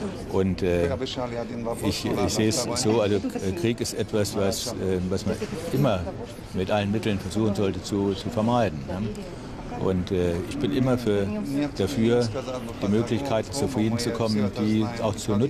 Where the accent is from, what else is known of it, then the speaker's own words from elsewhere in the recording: Saarland, Germany; Ne, ich bin nicht als Deutscher geboren. Ich bin im Saarland. Ich habe nie den Wohnort gewechselt. Ich bin aber trotzdem nicht als Deutscher geboren, sondern als Saarländer